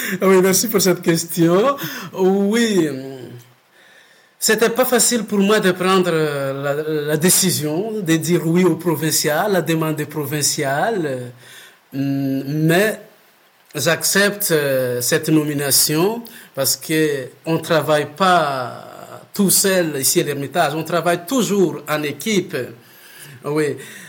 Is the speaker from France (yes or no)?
no; Madagascar; comme je viens de Madagascar, j'ai fait tout mon parcours des études, des formations, c'était à Madagascar.